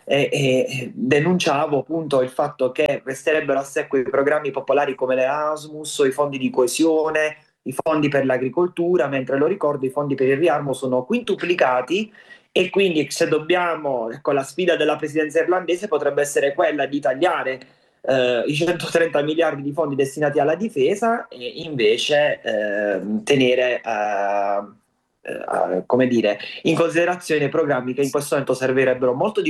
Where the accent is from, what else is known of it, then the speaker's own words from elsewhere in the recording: Southern Italy, Italy; a me che vengo dal Mezzogiorno